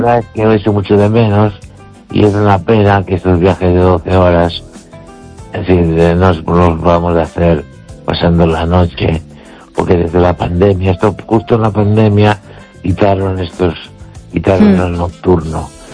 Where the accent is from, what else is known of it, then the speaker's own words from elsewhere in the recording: Galicia, Spain; Y mi pueblo está a unos 9 kilómetros o 8 de Ospeales. Está en la alta de la montaña. Y entonces bajábamos en Ospeales.